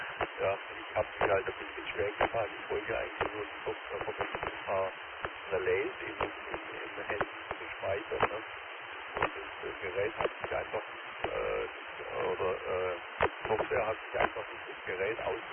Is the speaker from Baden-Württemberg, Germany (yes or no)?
yes; Baden-Württemberg, Germany; accent: Swabian; du hast vielleicht auch meine Sprache gehört, ich komme aus dem Wohngebiet, ich komme da aus Baden-Württemberg, sozusagen aus dem Schwäbischen, aus dem Hohenlohe in die Gegend.